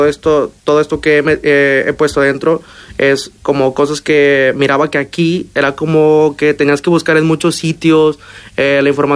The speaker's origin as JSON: {"language": "Spanish", "country": "Mexico", "moved": "as an adult", "lives_now": "Ávila, Spain", "said": "Yo vengo de México, uh-huh. Un poquito cerquita de aquí, ¿eh?"}